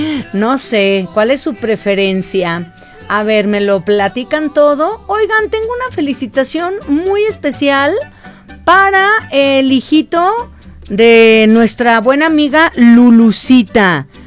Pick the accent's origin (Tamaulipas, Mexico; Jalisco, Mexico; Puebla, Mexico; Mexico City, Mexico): Jalisco, Mexico; yo soy de Jalisco.